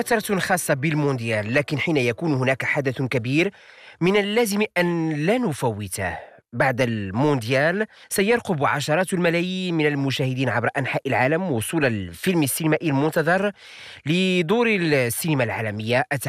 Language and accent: Arabic; Morocco